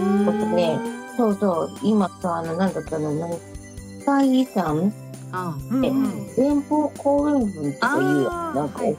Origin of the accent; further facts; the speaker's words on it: Sakai, Osaka, Japan; 生まれも育ちも大阪の堺で、現在もそこに住んでいます、大阪に。大阪って結構、あの古い町、歴史の町なんですけど